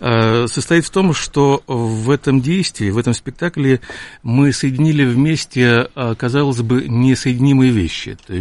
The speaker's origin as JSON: {"language": "Russian", "region": "Saint Petersburg", "country": "Russia", "said": "я сам ленинградец, петербуржец."}